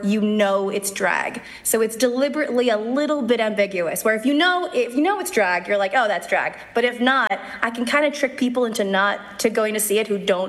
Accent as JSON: {"language": "English", "country": "Canada", "said": "So, and I'm Canadian, so it's even worse."}